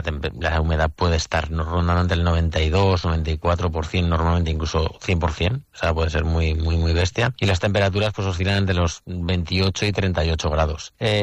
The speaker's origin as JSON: {"language": "Spanish", "town": "Rubielos de Mora", "region": "Aragon", "country": "Spain", "tie": "born or raised there", "said": "siempre que me preguntan de dónde soy, no digo de Teruel, siempre digo de Rubielos de Mora, un pequeño pueblo de Teruel."}